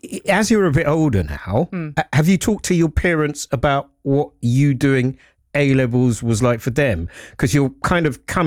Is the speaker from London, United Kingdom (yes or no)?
yes; London, United Kingdom; this young black guy growing up in London